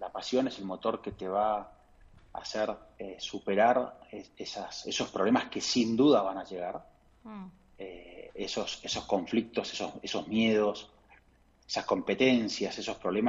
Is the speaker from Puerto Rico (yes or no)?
no; Tigre, Buenos Aires Province, Argentina; Yo vengo del Tigre, con lo cual para nosotros el río, el delta, los arroyos es muy común.